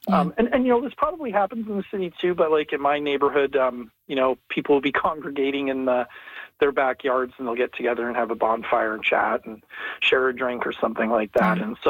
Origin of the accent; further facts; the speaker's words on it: Dauphin, Manitoba, Canada; now in Portage la Prairie, Canada; growing up in Dauphin